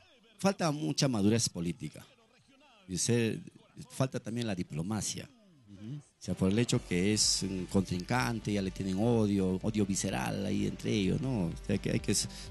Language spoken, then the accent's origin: Spanish; San Luis, Peru; born there; moved away as an adult; Es mi pueblo, es el lugar que me vio a nacer. Le tengo tanto cariño, tanto amor a mi pueblo, que me voy a quedar aquí hasta el final.